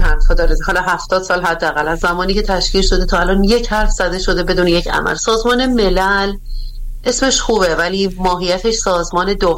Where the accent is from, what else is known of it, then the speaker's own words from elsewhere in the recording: Iran; من به شخصه به عنوان یک ایرانی طبیعتاً و به عنوان یک جامعه شناس